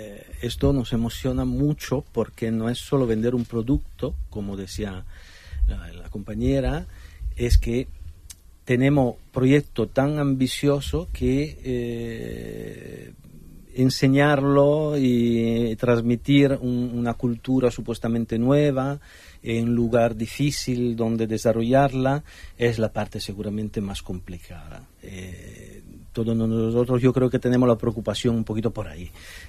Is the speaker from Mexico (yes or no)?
no; Italy; moved away; Nosotros venimos de Italia, entonces somos especialistas en navegar en medio de la burocracia, porque creo que es uno de los países más complejos que hay en Europa o en el mundo incluso.